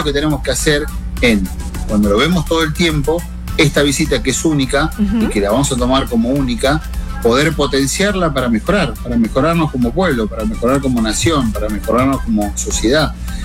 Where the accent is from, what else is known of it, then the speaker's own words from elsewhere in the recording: Argentina; nosotros como argentinos tenemos que buscar eso.